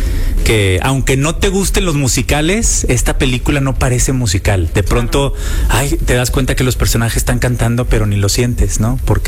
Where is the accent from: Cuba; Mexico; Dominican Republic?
Mexico; Monterrey, Nuevo León; moved away; amo mi tierra